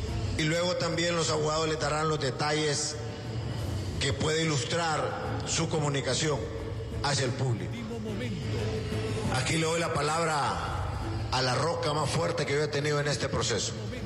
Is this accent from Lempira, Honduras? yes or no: yes; Lempira, Honduras; Pero yo quiero ser franco con ustedes, máxime ahora que vengo de mi tierra, de Lempira.